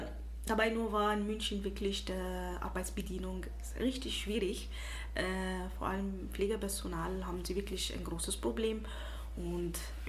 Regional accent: Egypt; German is a second language; moved away as an adult; also born or lived in Tripoli, Libya; now in Schardenberg, Austria; in Ägypten also habe ich dann die Schule besucht und mein Papa eigentlich ist Ägypter, meine Mama ist aus Libyen, bis zum theoretisch 21 in Ägypten gelebt und dann habe ich meinen Mann kennengelernt und wegen der Liebe in Österreich gekommen. Mit 23, 2005.

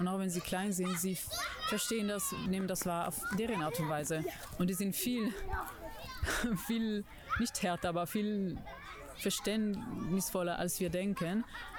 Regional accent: Italy; Ich komme aus Italien

